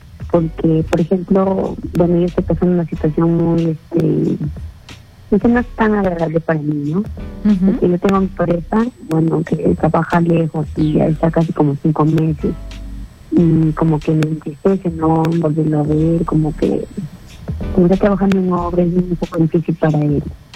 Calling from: Ancón, Lima, Peru; De Ancón.

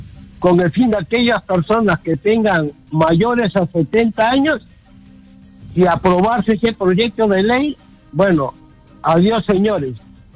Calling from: Ica, Peru

